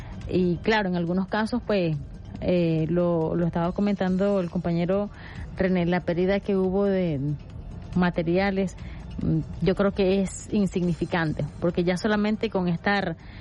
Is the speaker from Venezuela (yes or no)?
yes; Venezuela